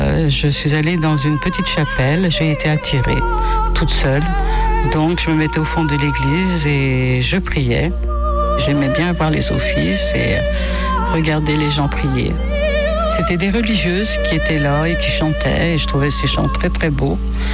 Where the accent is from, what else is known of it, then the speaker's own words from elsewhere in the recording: Saint-Étienne, Auvergne-Rhône-Alpes, France; born there; Je suis née à Saint-Étienne. Je suis d'origine musulmane, mes parents musulmans.